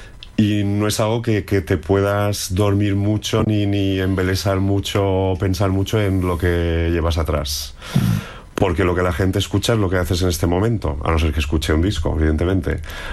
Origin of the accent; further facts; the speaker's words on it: Balearic Islands, Spain; moved away as an adult; now in Madrid, Spain; O sea, porque yo me fui de Mallorca, pues hará unos 25 años, sí, más o menos, sí, o alguno más. Y, o sea, ya llevo más tiempo fuera que en casa.